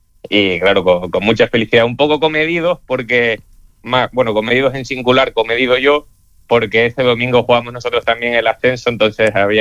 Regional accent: Tenerife, Canary Islands, Spain; moved away as an adult; now in Madrid, Spain; yo soy de aquí, de Tenerife, he vivido pues hasta los 18 años en Tenerife y evidentemente tengo prácticamente toda mi familia aquí, todos mis amigos, mi entorno más cercano y evidentemente que lo echo de menos, pero estoy muy a gusto ahora en Madrid

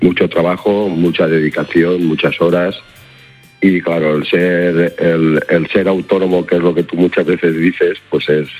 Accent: Gandia, Valencian Community, Spain; yo soy de Gandía. Aquí en Gandía, toda la gente de la época aquella, todos los amigos

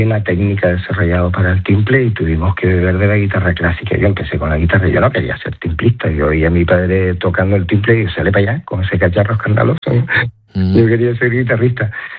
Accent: Canary Islands, Spain; yo que soy hijo y nieto de migrantes y como canario

